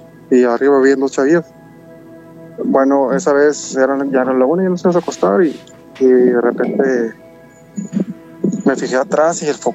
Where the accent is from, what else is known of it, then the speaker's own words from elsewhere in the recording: Tamaulipas, Mexico; Ok, bueno, sí … de Tamaulipas.